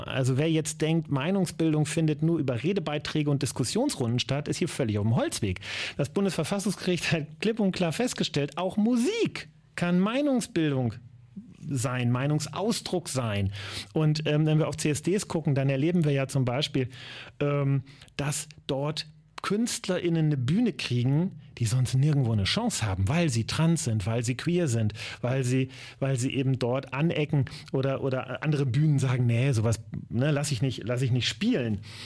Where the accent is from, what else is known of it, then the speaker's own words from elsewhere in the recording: Lower Saxony, Germany; now in Oldenburg, Germany; Also selbst mein Heimatlandkreis die Wesermarsch hat mittlerweile einen.